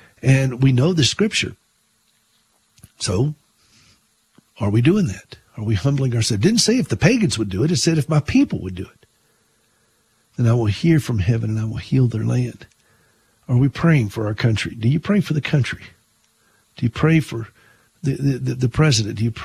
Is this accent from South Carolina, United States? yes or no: yes; South Carolina, United States; In fact, I just saw in my hometown there in South Carolina, the church there that I knew the church